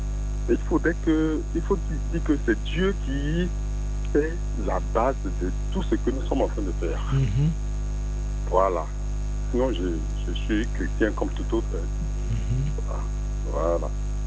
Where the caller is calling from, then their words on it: Abidjan, Côte d’Ivoire; Je t'appelle d'Abidjan.